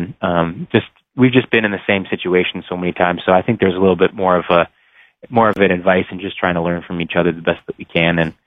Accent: Canada; it's been awesome to be able to do it here in my home country.

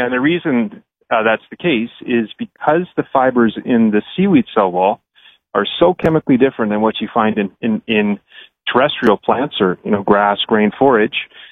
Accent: West Coast, Canada; moved away; I grew up on the West Coast, you know, playing on the beach.

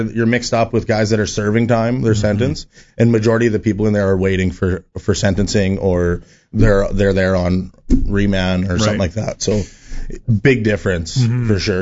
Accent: Saskatoon, Saskatchewan, Canada; I'm from Saskatoon, so there's a big... there's gangs from Saskatoon, Regina, two different gangs.

